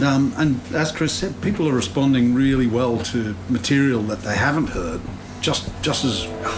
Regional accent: Sydney, New South Wales, Australia; I think when people talk to us, we're telling them that we're Australian. You know, we're all from Sydney

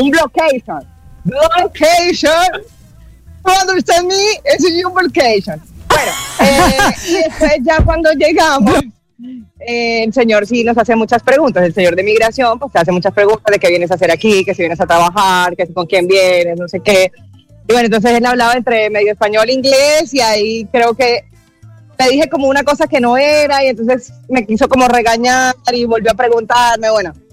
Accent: Barranquilla, Atlántico, Colombia; Yo soy de Barranquilla, yo sé lo que es el calor

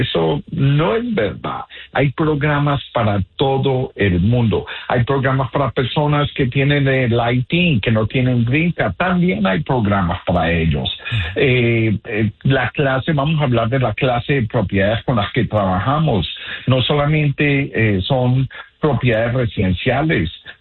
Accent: Colombia; now in United States; Soy originalmente de Colombia, Sudamérica.

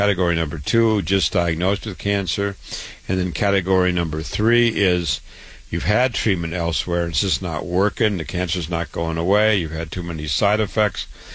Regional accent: Waterloo, Iowa, United States; I was born and raised in Waterloo, Iowa. I went to public school.

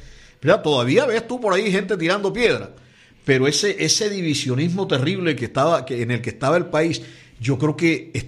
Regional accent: Barranquilla, Atlántico, Colombia; a nosotros como barranquilleros nos enorgullece

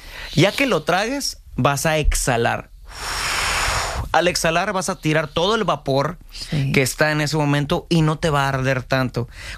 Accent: Jalisco, Mexico; porque pues somos mexicanos y nos gusta el tequila, es una bebida tradicional de nosotros, de Jalisco.

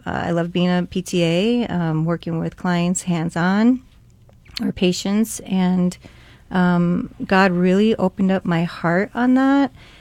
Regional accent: Chicago, Illinois, United States; also born or lived in California; now in Arizona, United States; so I was born in California and grew up, though, in the city of Chicago, so, and been in Arizona since 2001

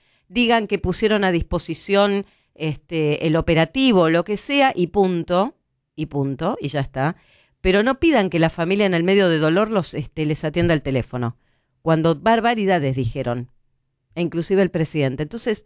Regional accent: Bernal, Buenos Aires Province, Argentina; yo tuve toda mi adolescencia en el colegio en el ENSPA de Avellaneda y vivía en Bernal, así que imagínate que conozco muy bien el Parque Domínico

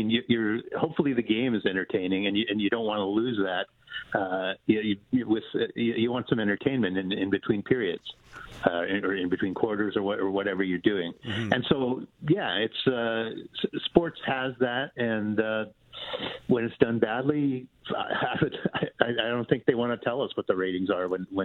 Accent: Winnipeg, Manitoba, Canada; now in Toronto, Canada; I'm from Winnipeg, and I am a Leafs fan, but also I'm a Jets fan

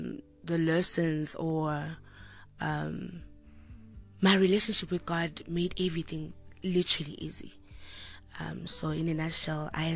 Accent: KwaZulu-Natal, South Africa; born there; moved away; especially people from back home, because as you have said, KZN is so talented.

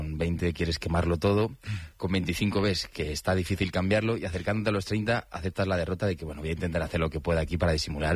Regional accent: Leganés, Community of Madrid, Spain; ella es de Carabanchel, yo soy de Leganés, San Nicasio, barrio.

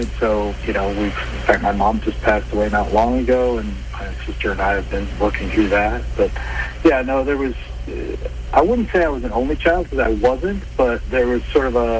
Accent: Flint, Michigan, United States; born there; also born or lived in Montana / Nebraska; So I grew up in Flint, Michigan, if you know that name at all.

